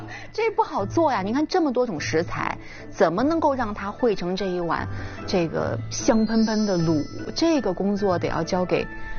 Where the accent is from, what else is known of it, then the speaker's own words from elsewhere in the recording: Shaanxi, China; 这个打卤面作为一个陕西人来说，我有一点疑惑